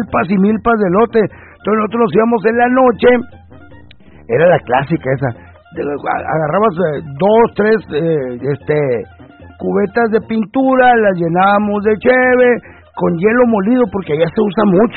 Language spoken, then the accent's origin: Spanish; Ciudad Obregón, Sonora, Mexico; moved away; yo vivía de morro en Obregón. Obregón está rodeado de siembras, parcelas